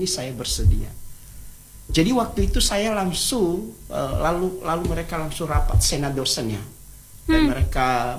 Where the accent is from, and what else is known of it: Nias, North Sumatra, Indonesia; moved away as an adult; also born or lived in Semarang / Medan